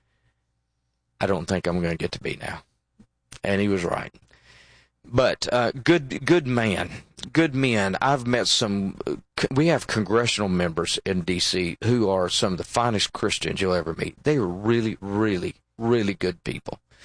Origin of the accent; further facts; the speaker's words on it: Tennessee, United States; And there was a Democrat congressional member from Tennessee, my home state, the only Democrat congressional member we had at the time